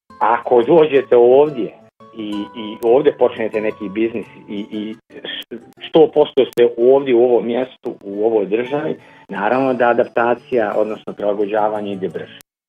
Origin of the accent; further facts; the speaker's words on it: Bosnia & Herzegovina; born there; ja sam rođen ovdje, u Bosni i Hercegovini, znao sam nešto i u kulturi, naravno poznajem jezik